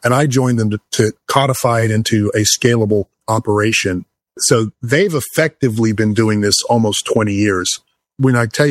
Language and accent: English; Gainesville, Florida, United States; moved away as an adult; I grew up in Gainesville, Florida